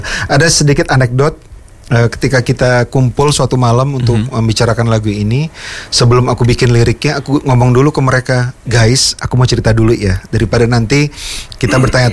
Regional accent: Medan, North Sumatra, Indonesia; moved away as an adult; also born or lived in Bandung; di kampung gue di Medan

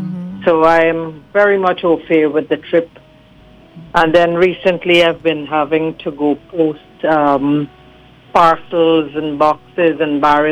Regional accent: Mabaruma, Barima-Waini, Guyana; I was born in Mabaruma.

